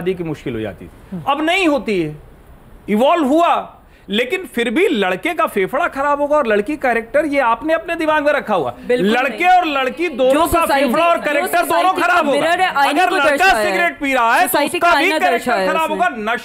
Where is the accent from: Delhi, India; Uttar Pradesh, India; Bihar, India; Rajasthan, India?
Uttar Pradesh, India; Pratapgarh; हम तो जहां से आते हैं, मैं प्रयागराज प्रतापगढ़ से आता हूँ